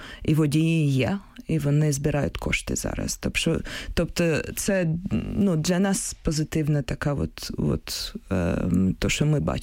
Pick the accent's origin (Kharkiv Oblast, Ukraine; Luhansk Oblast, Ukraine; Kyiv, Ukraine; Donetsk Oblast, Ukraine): Kyiv, Ukraine; Я сама з Києва, тому я тут зупиняюся.